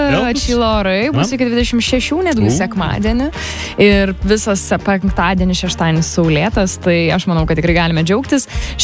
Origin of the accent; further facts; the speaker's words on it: Marijampolė, Marijampolė County, Lithuania; Tai gal dėl to, kad aš iš Marijampolės buvau.